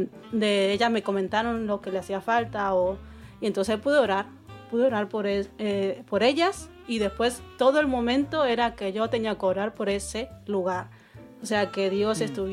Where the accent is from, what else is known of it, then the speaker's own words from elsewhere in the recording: Argentina; me dice, ¿tú de dónde eres? Yo de Argentina. Entonces, ¡wow! Y se puso muy contenta al saber que yo era de otro país y ellas eran españolas.